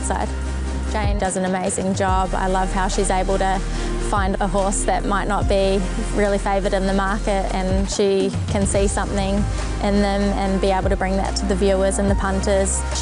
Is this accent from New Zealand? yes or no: yes; Hastings, Hawke's Bay, New Zealand; My parents always loved racing and I grew up in Hastings, so they take me to the Hastings races a fair bit.